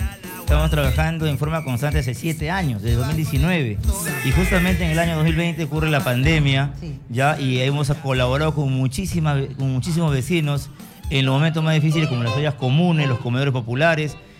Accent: Lima, Peru; soy el hijo de Pamplona, luego me hicieron el hijo de San Juan. Yo vivo en la parte más populosa de San Juan de Miraflores, que es Pamplona Alta. Ya, y es donde, bueno, toda mi vida he crecido, he vivido ahí. Y San Juan de Miraflores, mi distrito

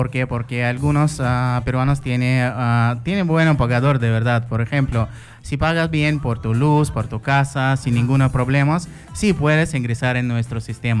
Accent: Russia; Spanish is a second language; now in Peru; Soy ruso, pero casi voy a ser peruano.

